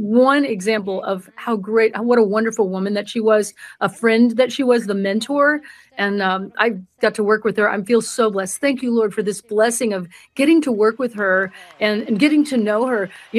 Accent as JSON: {"language": "English", "town": "Greentop", "region": "Missouri", "country": "United States", "said": "And I'm from Greentop, Missouri, a very tiny town in northern Missouri."}